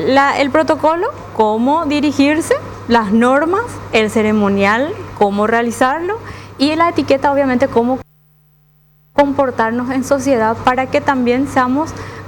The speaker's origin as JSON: {"language": "Spanish", "country": "Paraguay", "said": "generalmente en Paraguay nosotros, como hablamos castellano"}